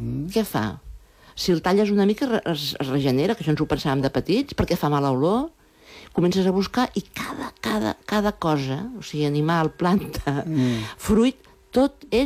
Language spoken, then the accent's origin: Catalan; Vilaplana, Catalonia, Spain; I també parlo d'una cosa molt bonica del meu poble, que ara tinc ganes de dir-ho, Vilaplana, que allí tenim un rellotge que són les muntanyes.